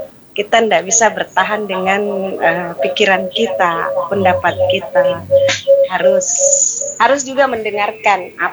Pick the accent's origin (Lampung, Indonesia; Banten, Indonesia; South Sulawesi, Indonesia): South Sulawesi, Indonesia; Apalagi kalau kita Bugis Makassar.